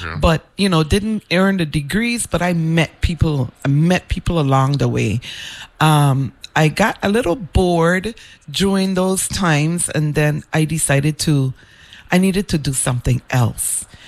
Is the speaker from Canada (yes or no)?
no; St. Croix, U.S. Virgin Islands; I was born on St. Croix to two Antiguan parents that came here to look for a better life. And I was born, raised here.